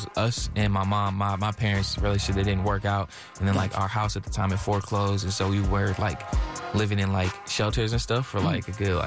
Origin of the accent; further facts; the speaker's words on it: New Haven, Connecticut, United States; born there; also born or lived in Bridgeport